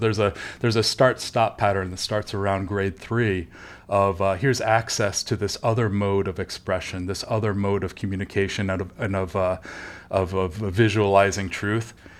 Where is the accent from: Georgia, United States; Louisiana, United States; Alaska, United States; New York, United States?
New York, United States; Albany; I grew up in the 1980s, and in the K-12 system in the U.S., I grew up around the Albany area in cow country.